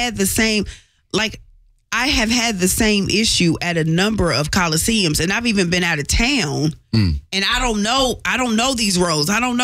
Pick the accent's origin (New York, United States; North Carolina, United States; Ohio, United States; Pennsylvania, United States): North Carolina, United States; Winston-Salem; because I'm from Winston